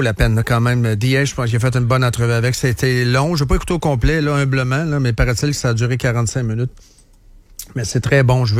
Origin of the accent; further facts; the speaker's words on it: Shawinigan, Quebec, Canada; Je viens de Shawinigan